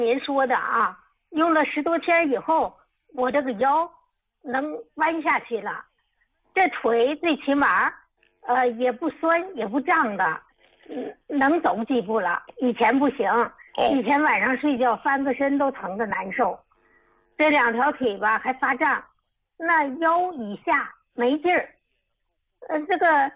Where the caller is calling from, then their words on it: Harbin, Heilongjiang, China; 嗨，李老师，我是哈尔滨的